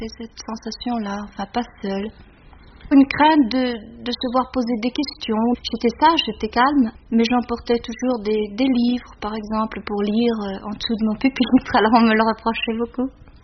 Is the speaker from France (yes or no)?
no; Flanders, Belgium; Oui, je suis flamande. Mes parents sont flamands.